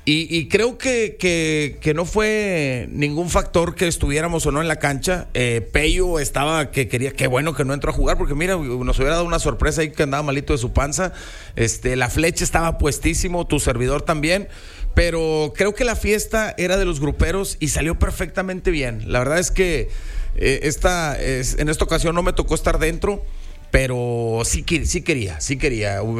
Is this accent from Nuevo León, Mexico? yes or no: yes; Monterrey, Nuevo León, Mexico; Así somos aquí los regios, hombre.